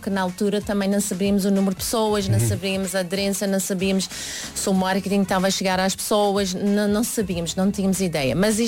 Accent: Cape Town, Western Cape, South Africa; como sou da cidade do Cabo

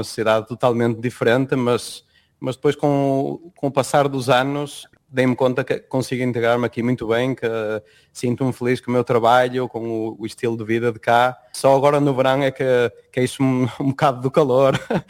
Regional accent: North, Portugal; Eu sou do Norte, então eu de pequeno ia muito à Galiza.

